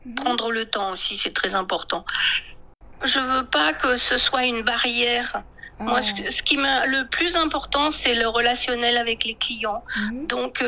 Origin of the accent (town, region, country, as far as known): France